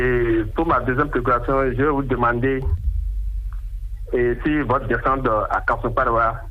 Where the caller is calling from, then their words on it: Akassato, Atlantique, Benin; Je vous appelle depuis Akassato